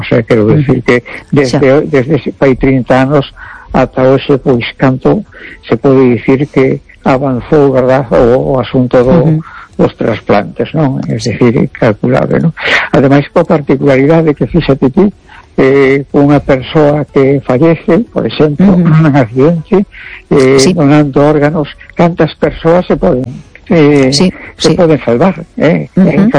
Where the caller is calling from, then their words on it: A Coruña, Galicia, Spain; de La Coruña.